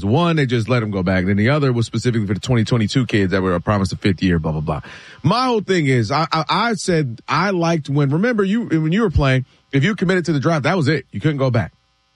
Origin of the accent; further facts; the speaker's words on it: Ann Arbor, Michigan, United States; I'm born and raised in Ann Arbor.